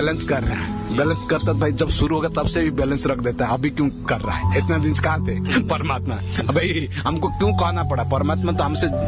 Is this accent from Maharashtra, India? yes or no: no; Odisha, India; हम ओडिशा से आए